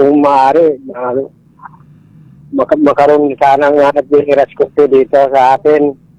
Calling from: Cagayan Valley, Philippines; Taga Sullivan po.

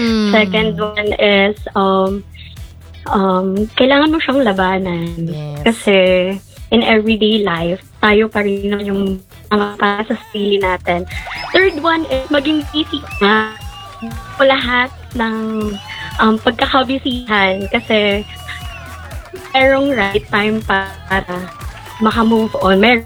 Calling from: Taguig, Metro Manila, Philippines; I'm from Taguig City po.

